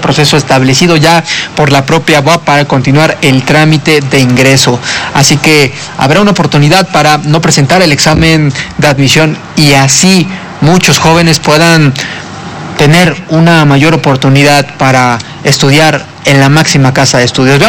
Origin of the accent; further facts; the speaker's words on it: Mexico; lo que somos como mexicanos